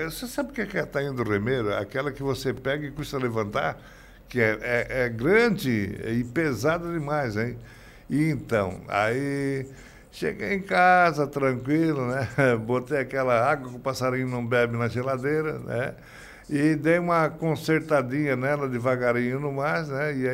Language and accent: Portuguese; Rio Grande do Sul, Brazil; Opa, eu não sou gaúcho, sou gaúcho? Eu sou gaúcho.